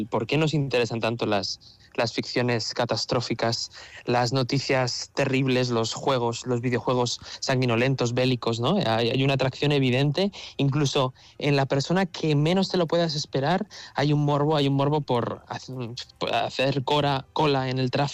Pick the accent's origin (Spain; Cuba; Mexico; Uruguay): Spain; Madrid, Community of Madrid; yo soy de Madrid